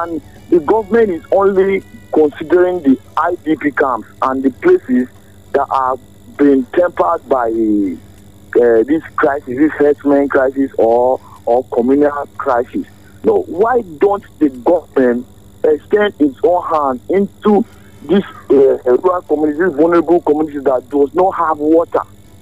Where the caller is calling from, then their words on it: Nigeria; I'm calling from Mechanic Village.